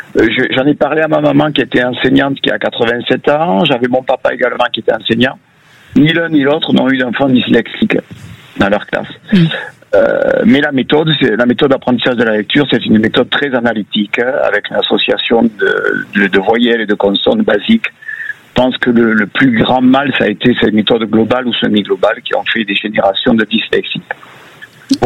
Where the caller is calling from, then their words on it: Sommières, Occitanie, France; je vous appelle de Sommières, dans le Gard.